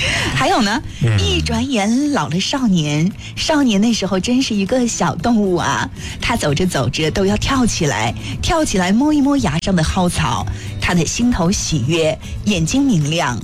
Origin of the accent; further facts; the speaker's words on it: Kashgar, Xinjiang, China; 就是我觉得就是像我是在喀什出生长大的，我也叫不出这么多桃子的名字